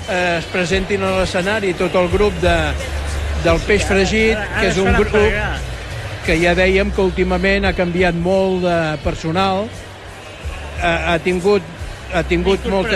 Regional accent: Blanes, Catalonia, Spain; els blanems, els que som de Blanes

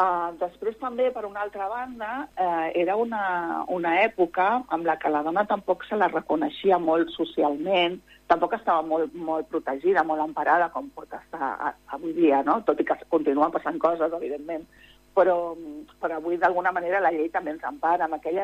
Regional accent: Barcelona, Catalonia, Spain; also born or lived in Cádiz; jo som nascuda a Càdiz, però vaig arribar a Barcelona, que tenia mesos, vull dir que som molt barcelonina

